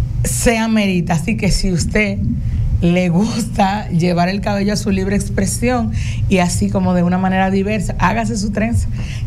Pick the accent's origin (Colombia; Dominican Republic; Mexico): Dominican Republic; como somos los dominicanos y las dominicanas